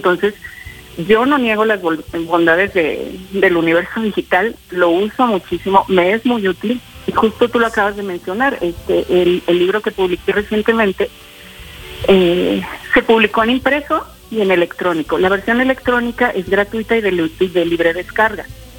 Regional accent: Mexico; yo soy mexicana

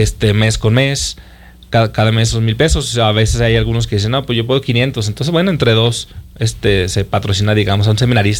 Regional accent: Zacatecas, Mexico; somos mexicanos y somos zacatecanos

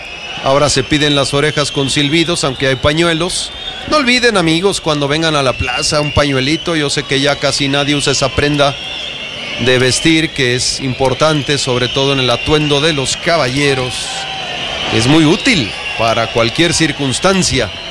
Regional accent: Guadalajara, Jalisco, Mexico; moved away; allá en mi tierra, en Guadalajara

